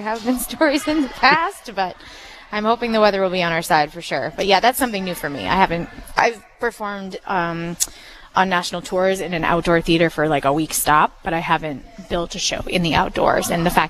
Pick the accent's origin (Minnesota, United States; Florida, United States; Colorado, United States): Minnesota, United States; Moorhead; moved away as an adult; now in New York, United States; So I grew up in Moorhead